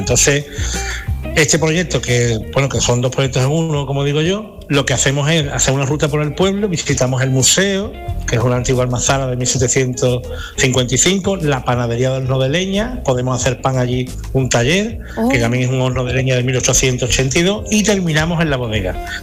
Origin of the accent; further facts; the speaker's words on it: San Fernando, Andalusia, Spain; como yo soy también de San Fernando, soy de Cádiz, pues me traigo algunas viandas marítimas